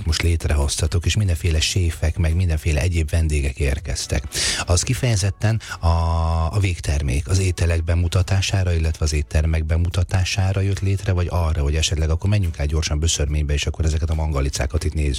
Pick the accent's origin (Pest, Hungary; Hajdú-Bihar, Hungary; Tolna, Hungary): Hajdú-Bihar, Hungary; Debrecen; Én Debrecenből származom